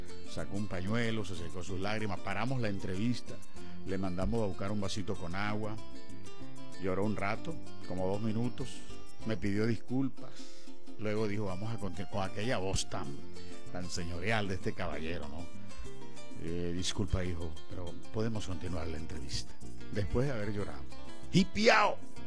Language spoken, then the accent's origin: Spanish; Venezuela; mi país su actuación aquí en Ciudad Guayana.